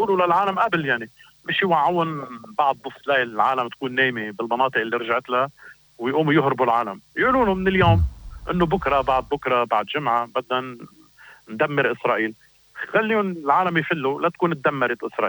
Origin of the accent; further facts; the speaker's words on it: Lebanon; عندنا بلبنان